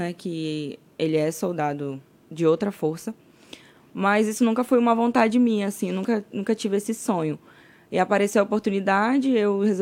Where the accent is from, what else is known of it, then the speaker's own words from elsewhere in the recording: Manaus, Amazonas, Brazil; moved away as an adult; now in Tabatinga, Brazil; Eu sou de Manaus, eu me mudei tem um mês para Tabatinga